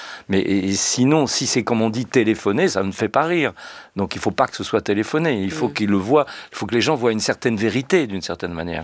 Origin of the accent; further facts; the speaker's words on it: Le Havre, Normandy, France; accent: Le Havre; Je prends un plutôt l'accent havrais. Moi je suis du Havre